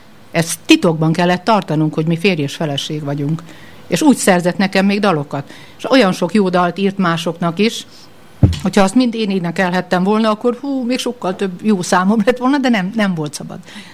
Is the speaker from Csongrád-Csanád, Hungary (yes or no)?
yes; Szeged, Csongrád-Csanád, Hungary; Szegediek vagyunk, igen, amire igen, nagyon büszke is